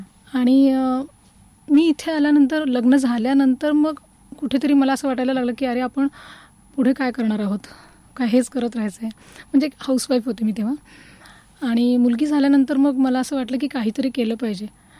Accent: Pune, Maharashtra, India; moved away as an adult; now in Ahmednagar, India; माझं बालपण पुण्यातच गेलं। माझे वडील डिफेन्स अकाउंट डिपार्टमेंटमध्ये होते, त्यामुळं पुण्यातच त्यांनी बदली करून घेतली होती आणि आम्ही लहानपणापासून म्हणजे पुण्यातच शिकलो।

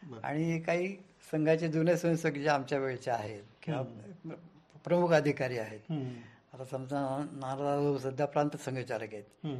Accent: Akole, Maharashtra, India; अकोले माझं मूळ गाव आहे.

